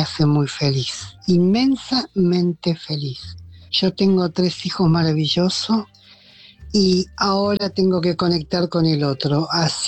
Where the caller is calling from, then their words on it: Buenos Aires, Argentina; de Balvanera